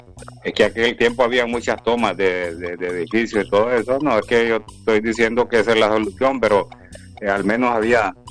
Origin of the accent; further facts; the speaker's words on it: Honduras; moved away as an adult; now in United States; nosotros que venimos de Honduras, celebramos de igual manera las dos fechas